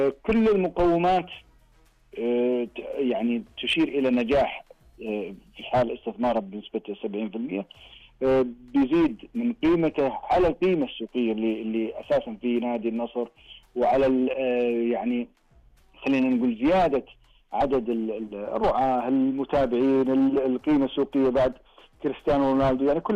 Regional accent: Saudi Arabia; بالنسبة لي كسعوديين

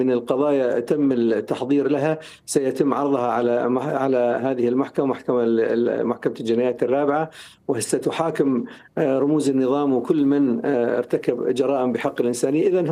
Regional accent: Syria; فنحن كسوريين حقيقه كسوريين من مصلحتنا ان يكون هناك عقوبه رادعه لمن اوغل بالدم السوري

